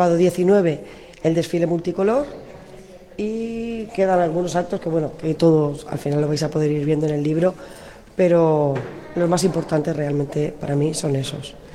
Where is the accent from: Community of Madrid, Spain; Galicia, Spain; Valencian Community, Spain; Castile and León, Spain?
Valencian Community, Spain; El Campello; moved away as an adult; Yo en realidad soy de Campello y me vine aquí a vivir hace 13 años